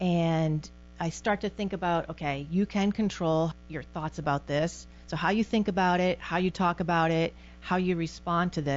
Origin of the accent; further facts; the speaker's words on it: North Attleboro, Massachusetts, United States; I'm one of four kids. I grew up in North Attleboro in Massachusetts.